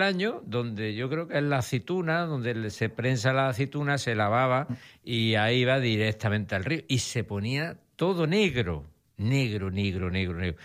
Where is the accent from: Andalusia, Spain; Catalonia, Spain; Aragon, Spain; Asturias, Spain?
Andalusia, Spain; Mairena del Aljarafe; Y bueno, si estáis hablando del Porzuna, yo soy de Mairena del Aljarafe